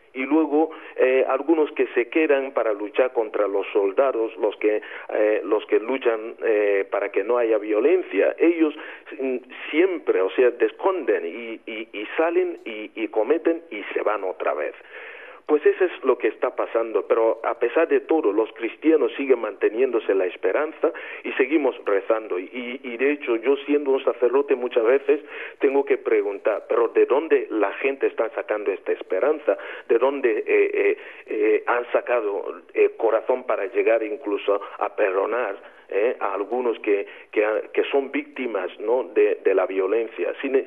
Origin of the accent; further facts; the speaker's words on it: Nigeria; first language Igbo; Spanish is a second language; moved away; siendo un nigeriano